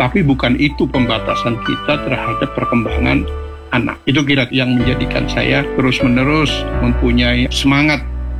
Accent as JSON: {"language": "Indonesian", "town": "Pasuruan", "region": "East Java", "country": "Indonesia", "said": "Kan saya dari Pasuruan ya Mbak ya, dari desa. Ibu saya adalah guru ngaji, kemudian bapak saya seorang supir."}